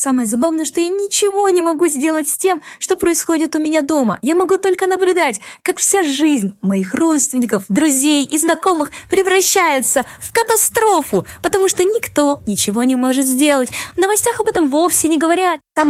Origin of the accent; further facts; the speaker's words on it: Kerch, Crimea, Ukraine; Сейчас весь мой родной город и всех моих родственников, друзей, близких мне людей пытаются стереть с лица земли.